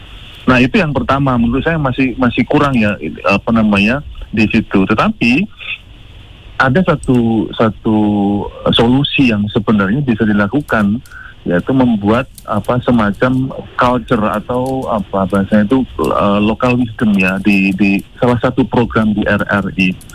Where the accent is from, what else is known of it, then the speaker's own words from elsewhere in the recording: Yogyakarta, Special Region of Yogyakarta, Indonesia; karena saya dari Jogja ya